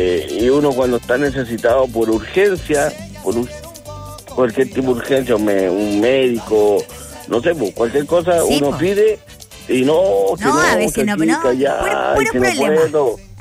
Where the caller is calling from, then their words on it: María Elena, Antofagasta, Chile; De la República de María Elena